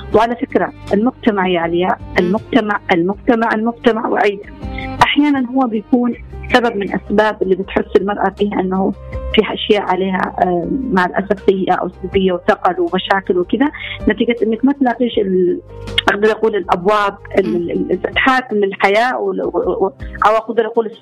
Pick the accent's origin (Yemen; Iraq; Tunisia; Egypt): Yemen; أنا كمجتمع يمني